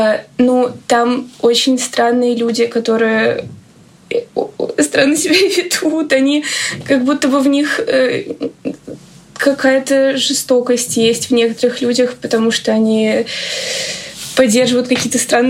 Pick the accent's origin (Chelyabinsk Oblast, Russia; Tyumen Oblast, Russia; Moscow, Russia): Moscow, Russia; я из Москвы, мне 17 лет, я ужасно не хочу в школу.